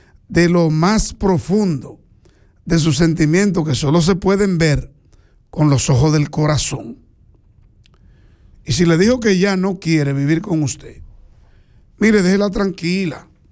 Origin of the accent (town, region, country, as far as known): Dominican Republic